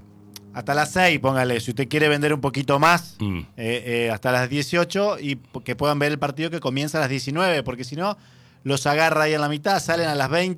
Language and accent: Spanish; Argentina; Somos muy argentinos para estas cosas.